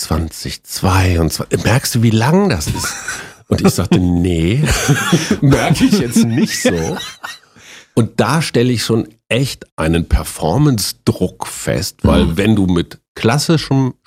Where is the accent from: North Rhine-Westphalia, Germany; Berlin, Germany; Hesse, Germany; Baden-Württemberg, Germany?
North Rhine-Westphalia, Germany; Münster; Die städtischen Bühnen in Münster, meiner Heimatstadt in Westfalen, lagen direkt gegenüber vom Verlagsge